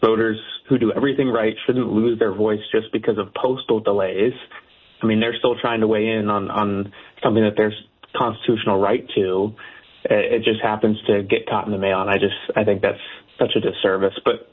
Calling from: Ohio, United States; What frustrates me, and I'm calling from Ohio, is that our legislature eliminated our grace period before this case was decided.

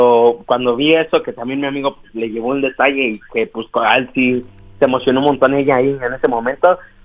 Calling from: Ecatepec de Morelos, State of Mexico, Mexico; Tengo 19 años y me llamo aquí del Ecatepec de Morelos.

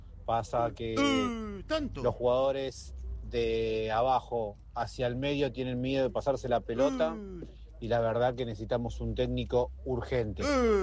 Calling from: San Martín, Argentina; de San Martín.

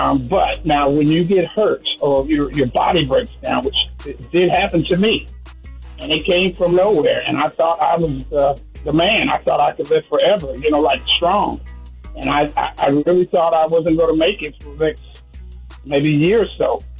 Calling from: North Carolina, United States; I'm calling from North Carolina.

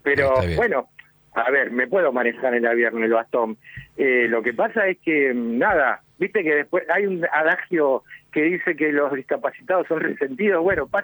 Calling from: Caseros, Buenos Aires Province, Argentina; De Caseros.

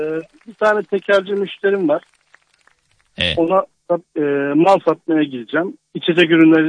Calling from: Muğla, Turkey; Muğla'dan arıyorum.

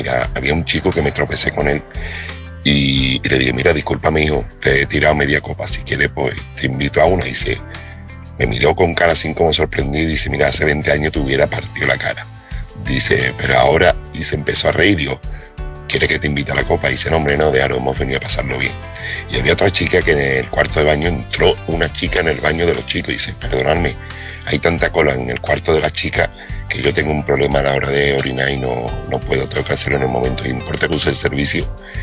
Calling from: Seville, Andalusia, Spain; corresponsal de Sevilla y este mensaje va para Patricia.

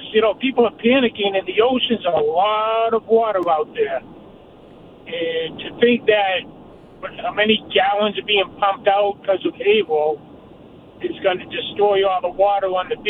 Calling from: Quincy, Massachusetts, United States; I'm from Quincy

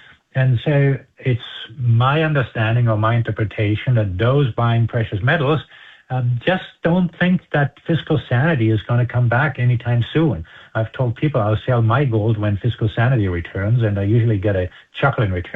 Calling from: California, United States; I'm talking here from Silicon Valley. I live in a bubble

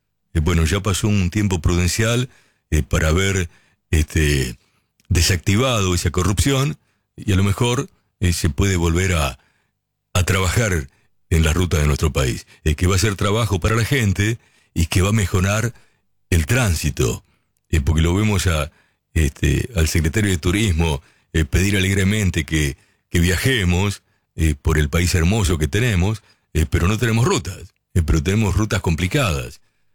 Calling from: Chepes, La Rioja, Argentina; de Chepes, La Rioja.

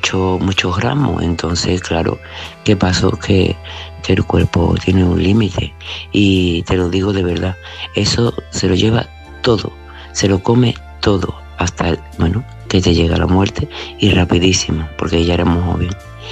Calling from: Seville, Andalusia, Spain; de Sevilla.

